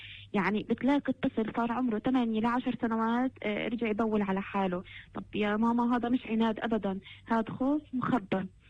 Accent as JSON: {"language": "Arabic", "region": "West Bank", "country": "Palestine", "said": "عندنا في فلسطين"}